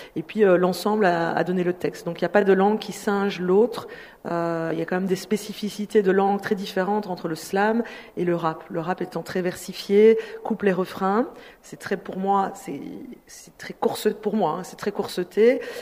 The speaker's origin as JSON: {"language": "French", "country": "Belgium", "said": "Nous sommes aussi, Marc et moi, deux personnes racisées. Donc, moi, je suis belge d'origine congolaise"}